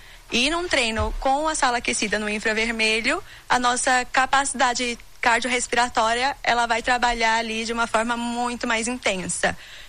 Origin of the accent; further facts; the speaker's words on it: Rio de Janeiro, Brazil; Ai, gente, eu sou carioca